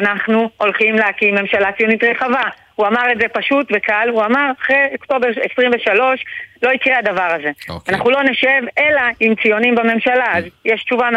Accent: Migdal HaEmek, Northern District, Israel; אני גדלתי במגדל העמק, אבא שלי היה פעיל ליכוד, אמא שלי הייתה אחות והסתדרו בקופת חולים כללית

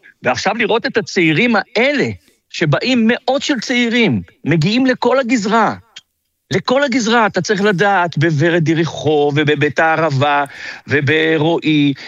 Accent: Kfar Sirkin, Central District, Israel; born there; אני נולדתי במקום שנקרא כפר סירקין, בשיקון בנינסון בכפר סירקין, יד פתח תקווה. קצת לפני מלחמת ששת הימים, והוריי גרים שם עד היום

